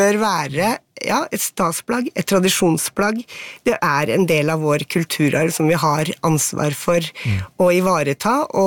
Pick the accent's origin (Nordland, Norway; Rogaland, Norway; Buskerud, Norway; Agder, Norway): Buskerud, Norway; Jeg født og oppvokst I Hallingdal.